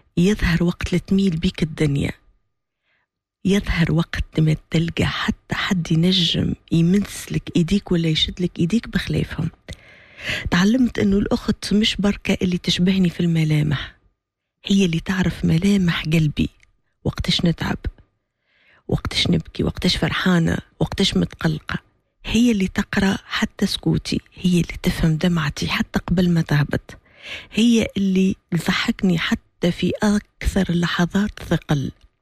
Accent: Gafsa, Gafsa Governorate, Tunisia; moved away as an adult; يرجعني القفصة ويرجعني لربوع قفصة وللجنوب

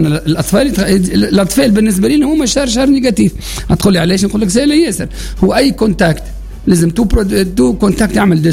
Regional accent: Tunisia; انا راني تونسي وراني مدرب المنتخب راهو لاعب منتخب من عام 86 ومدرب منتخب وحكمت اول حكم دولي انت عمري 56

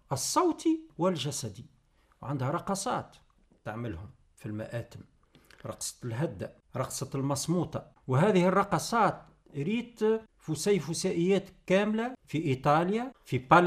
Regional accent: Tunisia; أنا كمواطن تونسي

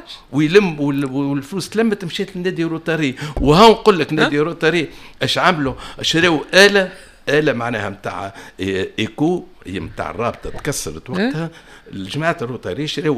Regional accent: Tunisia; وأنا من تونس.

